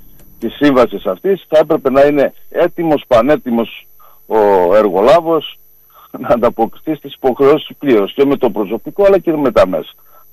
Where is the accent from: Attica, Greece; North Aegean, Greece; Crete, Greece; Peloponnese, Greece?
Crete, Greece; Heraklion; Εγώ, Κύριε Αργυράκη, εγώ αγαπώ την πόλη μου πραγματικά.